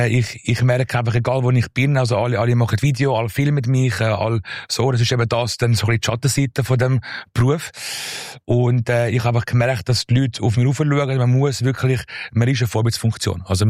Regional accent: Italy; Also, ich als Italienerin

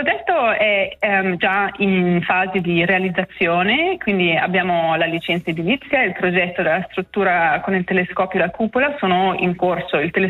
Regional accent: Ticino, Switzerland; moved away as an adult; also born or lived in Locarnese; now in England, United Kingdom; Io sono nata nell'Locarnese e cresciuta nelle terre di Piedemonte in Valle Onsernone

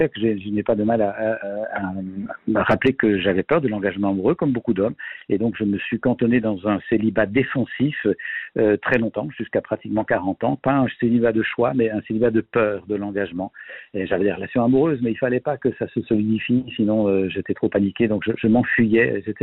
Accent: Belgium

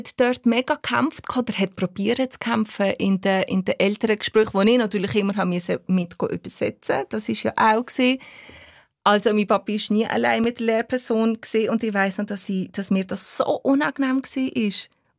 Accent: Albania; Und dann habe ich gesagt, ja, aber ich bin ja nicht aus einem arabischen Land, ich bin aus Albanien.

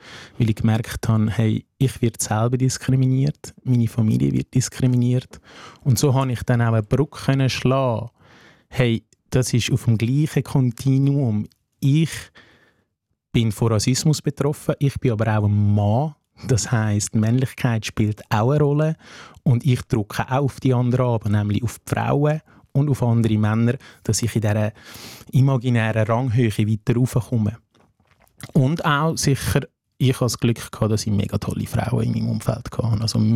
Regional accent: Afghanistan; now in Switzerland; ich bin aus Afghanistan in die Schweiz geflüchtet.

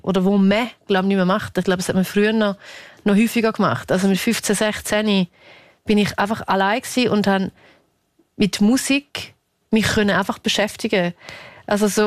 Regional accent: Niederuzwil, St. Gallen, Switzerland; weil ich bin in Niederutzwil geboren und aufgewachsen.

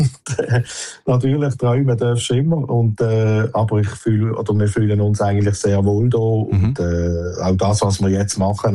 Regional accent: Switzerland; weil ich bin halt ein Schweizer, und ich wollte nicht aufgeben

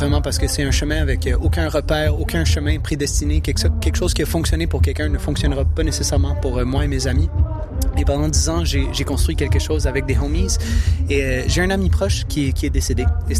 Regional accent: Montreal, Quebec, Canada; Et moi, je viens de Verdun.

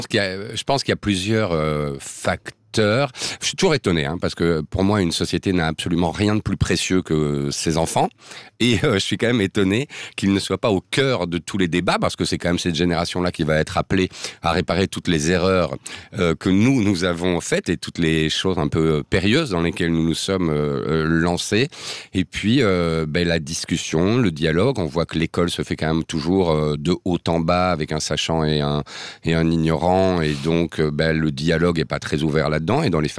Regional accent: Belgium; comme on dit chez nous en Belgique

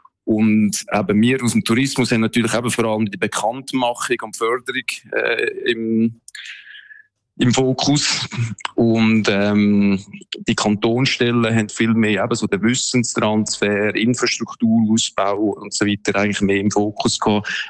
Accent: Central Switzerland, Switzerland; Also ich bin, wie gesagt, in der Region ja aufgewachsen. Gewisse Bahnen habe ich gewusst, also irgendwo in Uri, in Arnisee

